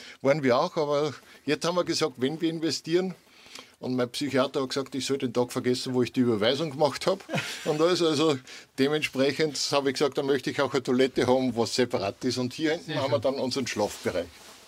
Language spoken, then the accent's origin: German; Austria; Aus Österreich.